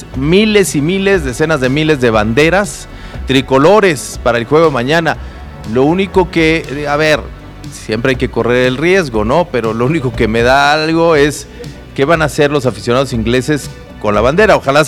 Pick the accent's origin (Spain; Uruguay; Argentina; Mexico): Mexico; así somos los mexicanos